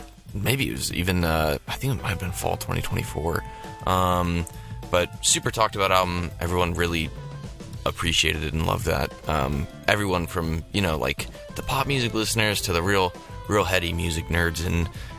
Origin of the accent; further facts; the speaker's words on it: Colorado, United States; Colorado, my home state